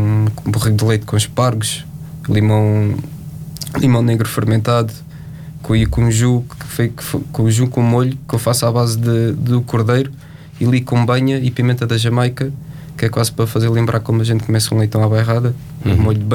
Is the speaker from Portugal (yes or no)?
yes; Vila Franca de Xira, Lisbon, Portugal; moved away as an adult; sou da zona de Vila Franca, sou da Ribatejano. E pronto, fui para o Alentejo, era para ir para o Porto.